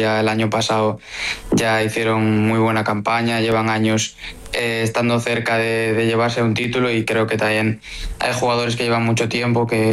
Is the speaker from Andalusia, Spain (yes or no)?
no; Pamplona, Navarre, Spain; now in Pontevedra, Spain; No, en Galicia y en Pamplona, de donde vengo, pues el clima es un poco más fresquillo, pero bueno.